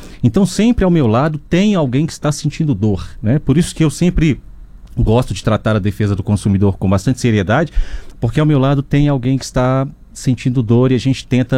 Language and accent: Portuguese; Betim, Minas Gerais, Brazil; also born or lived in Contagem; Eu nasci na cidade de Contagem, mas durei lá um dia só, né? Foi só o dia de nascimento. Fui criado em Betim, essa cidade da região metropolitana de Belo Horizonte. Tenho 38 anos.